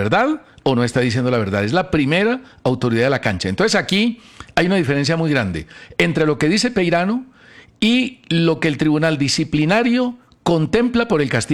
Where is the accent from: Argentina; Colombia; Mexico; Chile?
Colombia; Steven, porque somos colombianos.